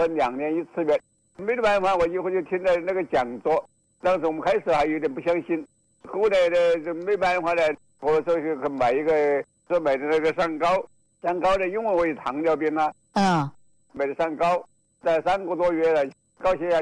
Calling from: Gong'an, Hubei, China; 我是公安县

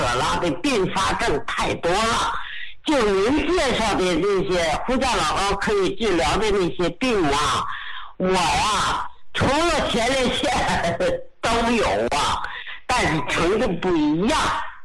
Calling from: Beijing, China; 我先说我是北京的，

